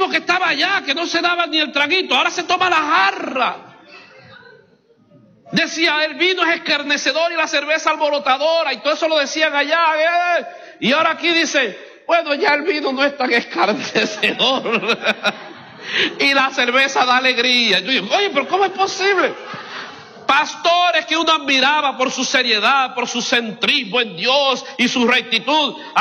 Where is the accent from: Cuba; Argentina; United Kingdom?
Cuba; now in Miami, United States